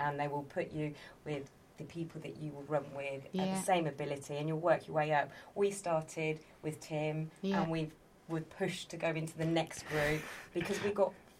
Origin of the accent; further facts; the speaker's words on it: Peterborough, East of England, United Kingdom; born or raised there